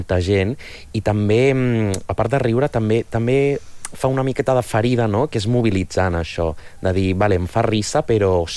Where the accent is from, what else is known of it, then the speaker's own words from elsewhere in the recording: Barcelona, Catalonia, Spain; jo estimo molt Barcelona. Jo crec que totes les persones de Barcelona estimem molt la nostra ciutat.